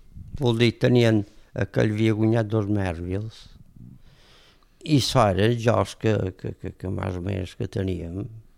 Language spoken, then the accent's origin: Catalan; Ferreries, Balearic Islands, Spain; born or raised there